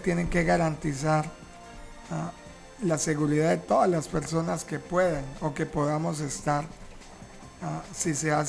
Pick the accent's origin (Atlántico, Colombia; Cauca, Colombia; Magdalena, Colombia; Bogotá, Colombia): Cauca, Colombia; Santander de Quilichao; moved away as an adult; now in Mercaderes, Colombia; Santander de Quilichao es mi tierra origen, pero Mercaderes es como Santander, porque acá desde luego es mi familia